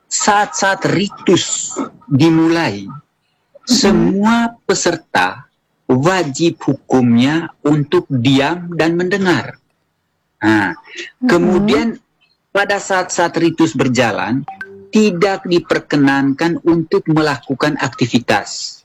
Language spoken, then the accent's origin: Indonesian; East Nusa Tenggara, Indonesia; Oke, kalau selaku orang Manggarai, bagi orang-orang tua, memang dia pahami bahwa ada aturan-aturan khususnya.